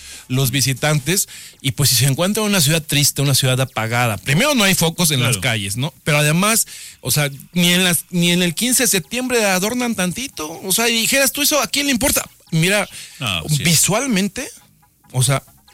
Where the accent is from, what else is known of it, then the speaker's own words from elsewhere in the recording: Jojutla, Morelos, Mexico; also born or lived in Cuernavaca; Yo nací aquí en Cuernavaca. Desde chiquito me va a una Jojutla y la verdad me siento orgulloso porque tuve una crianza en un pueblo grande